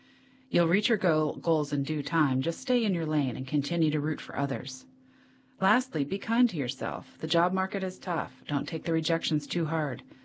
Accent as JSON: {"language": "English", "region": "Tennessee", "country": "United States", "tie": "born or raised there", "said": "I graduated collections in my home state of Tennessee. I decided to take a leap of faith and to do volunteer service in Minnesota with Jesuit Volunteer Corps."}